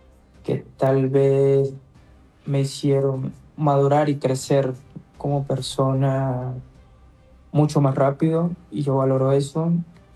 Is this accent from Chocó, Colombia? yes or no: yes; Quibdó, Chocó, Colombia; moved away; hago mención del lugar que yo nací, el lugar que me vio crecer